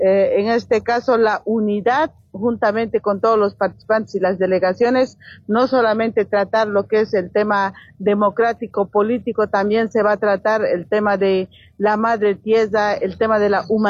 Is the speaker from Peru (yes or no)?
no; Bolivia; esa alegría que nosotros nos sentimos como bolivianos de ser en este caso la sede para este encuentro